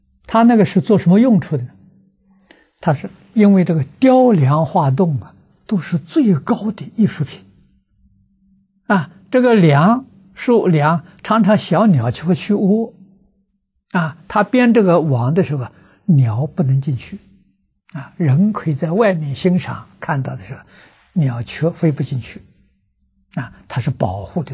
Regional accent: China

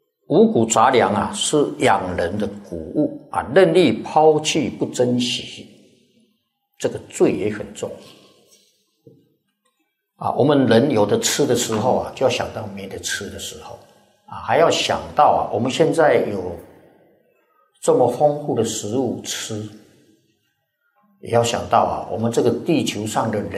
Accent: Taiwan; 我们是台湾来的带些钱在这边蛮好用的

